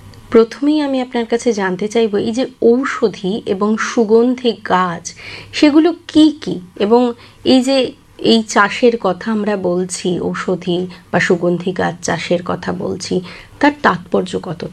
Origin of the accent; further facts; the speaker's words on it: West Bengal, India; আসলে আমরা সাধারণত পশ্চিমবঙ্গের মানুষ ধারাবাহিক চাষ বা প্রথাগত চাষেই বিশ্বাসী